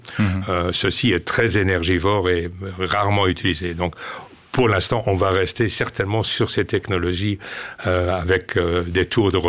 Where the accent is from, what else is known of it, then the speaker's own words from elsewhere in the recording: Switzerland; le photovoltaïque est surtout actif chez nous en Suisse. Nous avons décidé de vivre très au nord, nous les Helvètes.